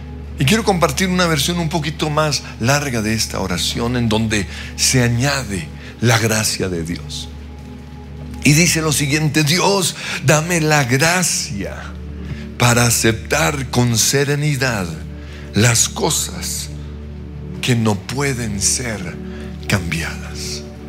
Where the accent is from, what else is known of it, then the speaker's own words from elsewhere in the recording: Australia; Ella es de Chiquinquirá, yo soy de Australia.